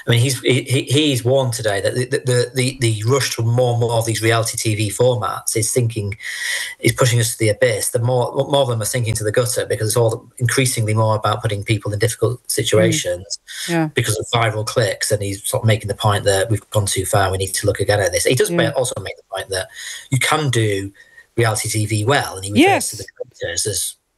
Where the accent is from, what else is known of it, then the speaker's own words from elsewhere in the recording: Manchester, North West England, United Kingdom; moved away; But I grew up in Manchester, and I grew up on the blue side of Manchester.